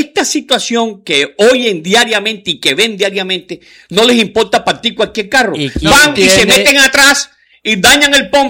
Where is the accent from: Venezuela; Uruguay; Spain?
Venezuela; ¿Usted quién es? Yo soy venezolano.